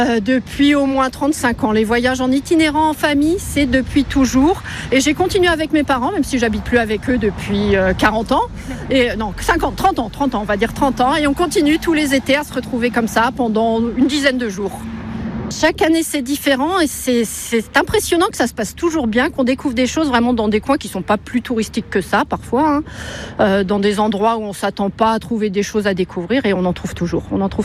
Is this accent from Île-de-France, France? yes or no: no; Brittany, France; je viens de Bretagne.